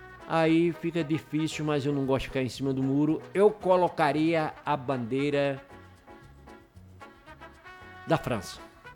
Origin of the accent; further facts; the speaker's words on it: Brazil; sou brasileiro, tá?